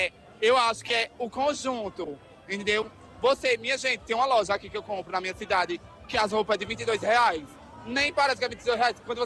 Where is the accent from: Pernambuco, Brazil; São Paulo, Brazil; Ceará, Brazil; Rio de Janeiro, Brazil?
Pernambuco, Brazil; Caruaru; Nascido e criado aqui em Caruaru